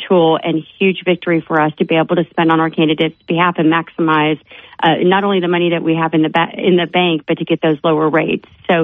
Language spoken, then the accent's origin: English; Kentucky, United States; We're in a similar situation where we have a U.S. Senate seat, and my home state is Kentucky, and a congressional seat that's open.